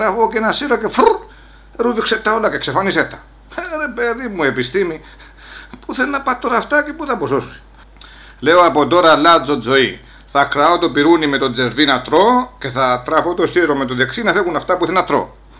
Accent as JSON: {"language": "Greek", "town": "Olympos", "region": "South Aegean", "country": "Greece", "said": "έχω και εγώ λόγο να πω γιατί να είμαι από την Όλυμπο της Καρπάθου"}